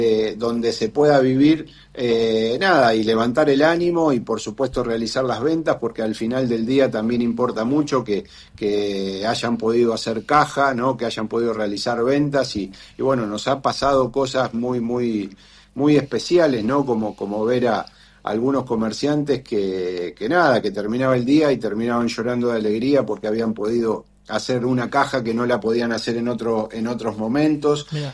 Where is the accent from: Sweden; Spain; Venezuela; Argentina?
Argentina; nuestro primer grito de revolución como argentinos